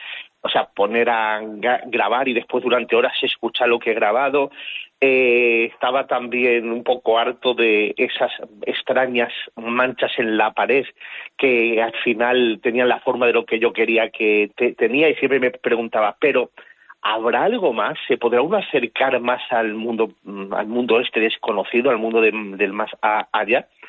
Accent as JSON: {"language": "Spanish", "region": "Extremadura", "country": "Spain", "said": "yo soy extremeño también"}